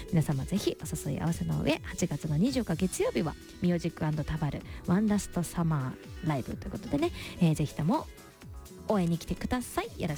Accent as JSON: {"language": "Japanese", "town": "Hyuga", "region": "Miyazaki", "country": "Japan", "tie": "born or raised there", "said": "私の地元宮崎県日向、市にございます"}